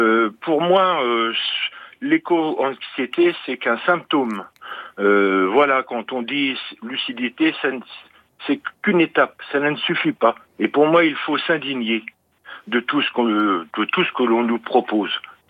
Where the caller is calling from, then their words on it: Occitanie, France; Chez moi, en Aveyron